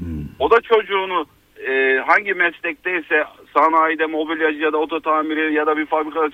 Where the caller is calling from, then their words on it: Antalya, Turkey; Ben Antalya'dan.